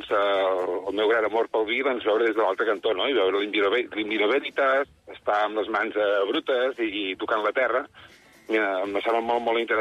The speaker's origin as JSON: {"language": "Catalan", "region": "Catalonia", "country": "Spain", "said": "Jo sóc de l'Alt Empordà, doncs l'himne de l'Empordà és dins del mar hi ha una sirena, vora mar hi ha un pastor."}